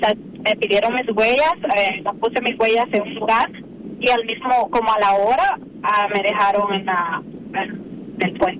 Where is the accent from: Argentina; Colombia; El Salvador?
El Salvador; El Salvador.